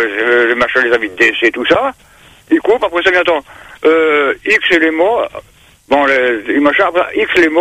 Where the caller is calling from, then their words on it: Île-de-France, France; Seine-et-Marne